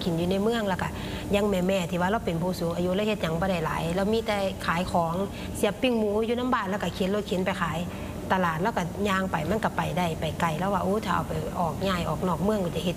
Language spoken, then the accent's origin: Thai; Khon Kaen, Thailand; born there; เป็นคนในเมืองขอนแก่นแล้วก็เกิดอยู่ในเมืองทำมาหากินในเมือง